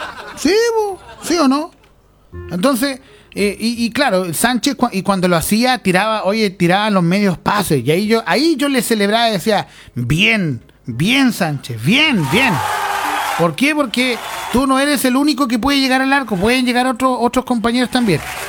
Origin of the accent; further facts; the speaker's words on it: Chile; yo era autocrítico como chileno